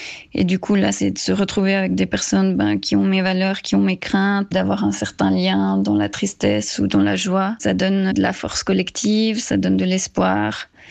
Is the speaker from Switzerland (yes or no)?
yes; Fribourg, Switzerland; j'ai 36 ans, je viens de Fribourg.